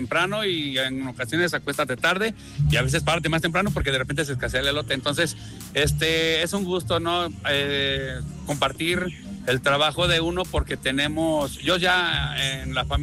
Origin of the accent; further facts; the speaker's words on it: Aguascalientes, Mexico; Somos orgullosamente de Aguascalientes, te digo, desde mi bisabuelo, ellos vivían allí, en lo que es ahora